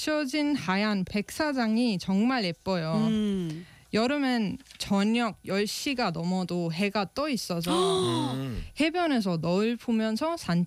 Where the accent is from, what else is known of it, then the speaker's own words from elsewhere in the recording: Pärnu, Pärnu County, Estonia; Korean is a second language; 네, 저 고향은 예. 베르노라는 도시예요.